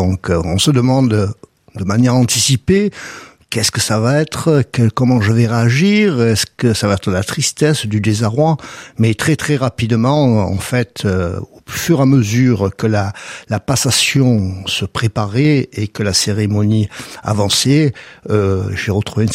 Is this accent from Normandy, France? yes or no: no; Marseille, Provence-Alpes-Côte d'Azur, France; j'ai grandi, je suis né à Marseille. Donc, mon père était corse.